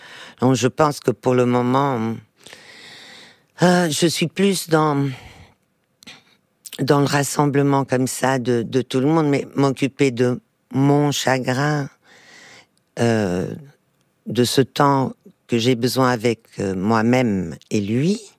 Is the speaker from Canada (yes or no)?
no; Portugal; born there; first language Portuguese; French is a second language; moved away; also born or lived in Belgium / France; je suis née au Portugal.